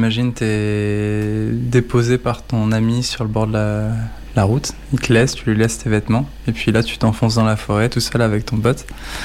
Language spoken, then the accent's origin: French; France; chez nous, en France